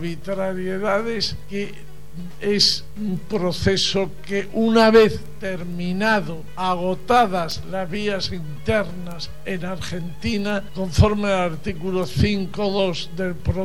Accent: Spain; Soy español, y usted es argentino.

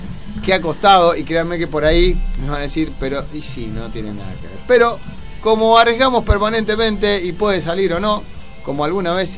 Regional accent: Argentina

